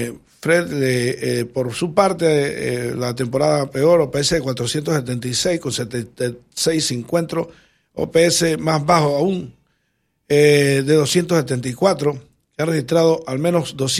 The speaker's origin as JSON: {"language": "Spanish", "area": "Tierras Altas district", "region": "Chiriquí", "country": "Panama", "tie": "born there", "also_born_or_lived": "Bugaba", "said": "Ya yo no pertenezco a Bugaba. Yo pertenezco al glorioso distrito de Tierras Altas"}